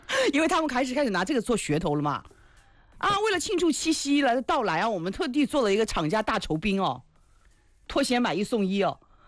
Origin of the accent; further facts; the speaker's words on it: Hefei, Anhui, China; 所以我们家就是合肥这边确实对清明节还是比较重视的